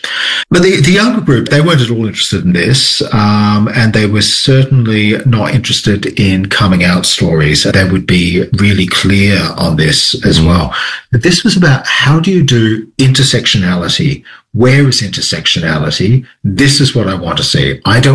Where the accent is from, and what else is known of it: Australia